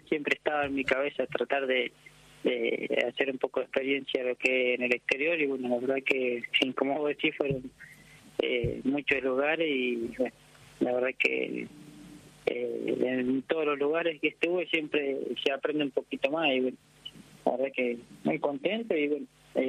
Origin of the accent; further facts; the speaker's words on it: Argentina; ¿cómo vos sos argentino? Sí, ¿y cómo hablas árabe? Y digo, no, lo que pasa es que estoy haciendo algunas temporadas en Kuwait